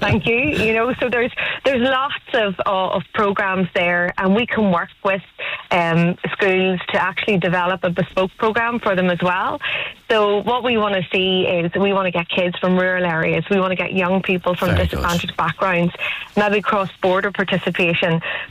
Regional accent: Tyrone, Northern Ireland, United Kingdom; I am from Tyrone.

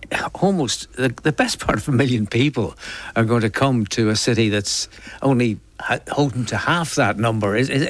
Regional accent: Belfast, Northern Ireland, United Kingdom; walking the streets of my hometown

